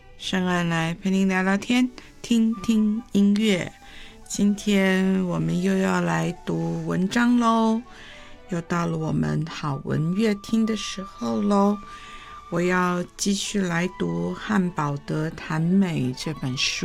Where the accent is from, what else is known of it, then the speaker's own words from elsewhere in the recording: Taiwan; born there; 我是1963年这个出生的，所以我是在70年代开始受教育哈。那么对，那个时候的台湾的这些国民教育哈